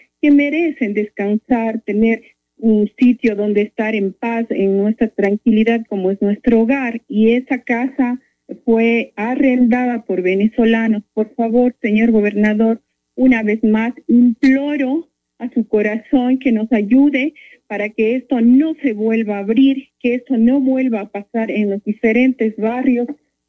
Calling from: Cuenca, Azuay, Ecuador; soy una moradora de Totoracocha.

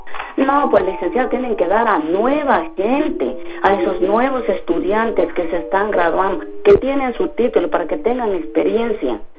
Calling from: Catamayo, Loja, Ecuador

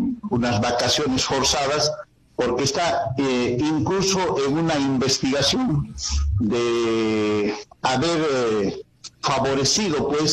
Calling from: La Convención province, Cusco, Peru; acá, por lo menos en la provincia, la Convención

